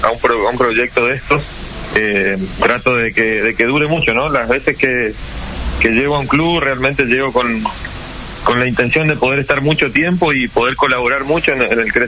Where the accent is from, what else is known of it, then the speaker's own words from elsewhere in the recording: northern Argentina, Argentina; yo soy norteño